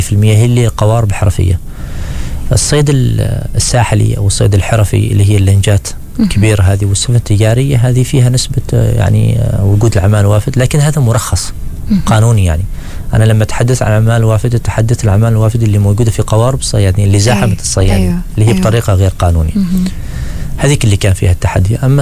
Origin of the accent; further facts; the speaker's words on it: Oman; أنا كعماني